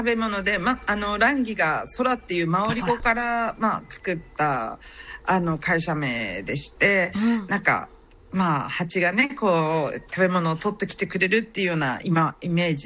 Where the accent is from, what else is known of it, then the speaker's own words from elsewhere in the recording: Aichi, Japan; now in New Zealand; 私の実家の愛知県